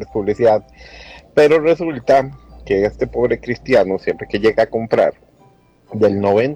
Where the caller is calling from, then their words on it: Aserrí, San José, Costa Rica; soy de Aserrí